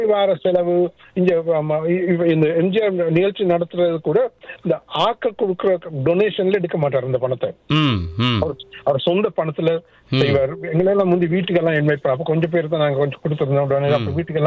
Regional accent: Sri Lanka; moved away; நான் வளர்ந்ததே நிறைய மழை பெய்யற ஒரு டவுன்ல தான் நான் வளர்ந்தேன் அங்க ஸ்ரீலங்கால.

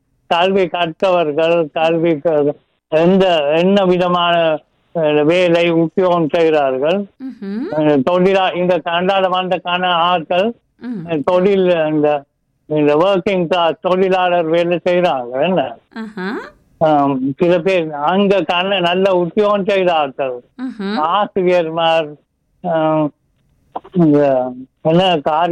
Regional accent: Inuvil, Northern Province, Sri Lanka; now in Canada; நாங்கள் இந்த யாழ்ப்பாண டவுனுக்கிட்ட, நீங்க டவுனுக்குள்ள நாங்கள் இன்னுவில்.

